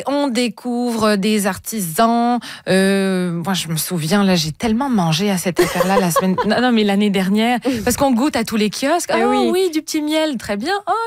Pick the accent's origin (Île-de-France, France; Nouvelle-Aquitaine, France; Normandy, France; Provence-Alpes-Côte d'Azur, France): Normandy, France; now in Canada; moi, en tant que Normande, je serai la plus heureuse des femmes.